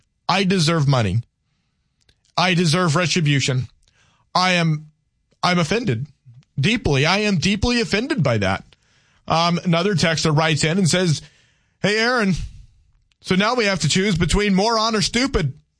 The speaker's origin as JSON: {"language": "English", "region": "Louisiana", "country": "United States", "said": "I'm a Cajun. I identify more as a Cajun."}